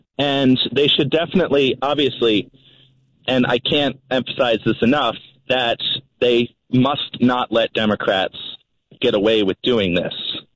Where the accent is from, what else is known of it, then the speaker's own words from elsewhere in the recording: Virginia, United States; That's the case in my home state of Virginia.